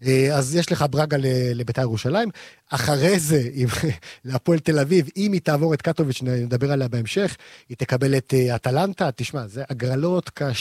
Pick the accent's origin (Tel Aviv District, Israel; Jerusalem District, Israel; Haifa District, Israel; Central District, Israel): Jerusalem District, Israel; Jerusalem; בתור ירושלמי, מיום היוולדי